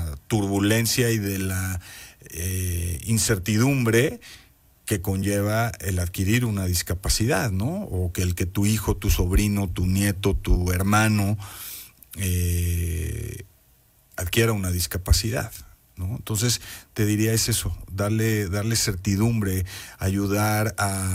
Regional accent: Mexico; 29 años, pues diría yo, de una tradición muy bonita de hacer algo juntos como mexicanos.

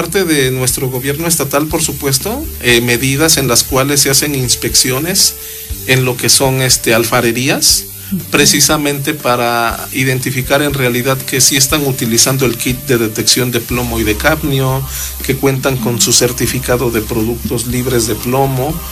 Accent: Mexico; aportan mucho a lo que es nuestro ecosistema y nuestra ecología, y aparte a lo que es nuestro legado como mexicanos.

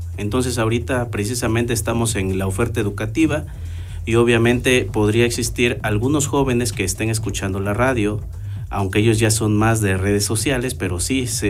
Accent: Tehuitzingo, Puebla, Mexico; yo soy de Tehuitzingo, ¿no? Originario de Tehuitzingo

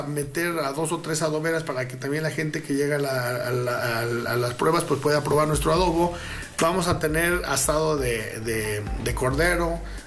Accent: Mexico; como buenos mexicanos, para nosotros el Día de Muertos es una tradición.

